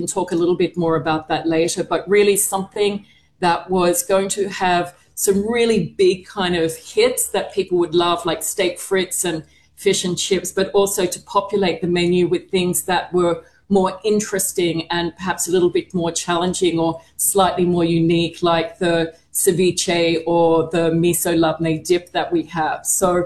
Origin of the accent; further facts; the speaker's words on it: Australia; moved away as an adult; also born or lived in Singapore; I'm Australian, obviously. But I haven't lived there for a long time. I've spent probably more time in Singapore than I have as an adult in Australia.